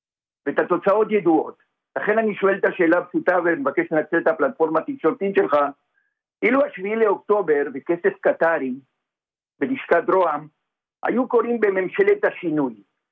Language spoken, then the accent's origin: Hebrew; Argentina; accent: Argentine; Hebrew is a second language; now in Israel; כיהודי גלותי, וכפי שאתה שומע, אני... ארגנטינאי.